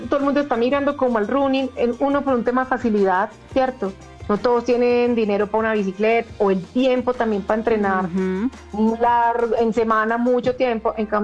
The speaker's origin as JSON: {"language": "Spanish", "country": "Colombia", "said": "nos conozcan como gente, como colombianos que somos"}